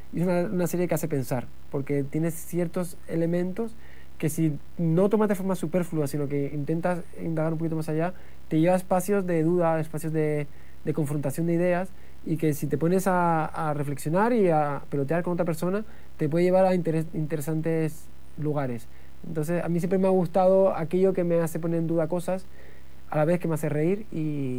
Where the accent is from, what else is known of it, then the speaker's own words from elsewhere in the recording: Canary Islands, Spain; also born or lived in England; now in Switzerland; yo me crié en las Islas Canarias, para mí Canarias es América Latina